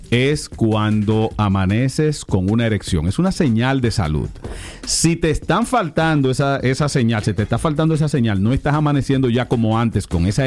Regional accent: Costa Rica; No, pues soy tico.

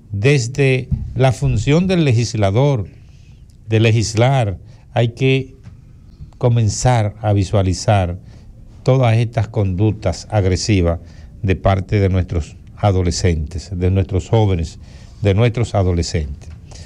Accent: Dominican Republic; mi país, en la República Dominicana

